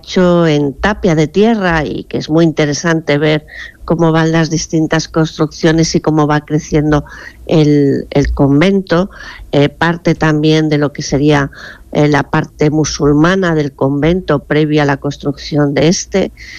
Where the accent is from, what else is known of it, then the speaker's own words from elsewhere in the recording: Málaga, Andalusia, Spain; pertenecemos a una ciudad que desde un principio ha tenido esa idea de ser ciudad, porque Málaga, desde época fenicia, fue una ciudad importante en el Mediterráneo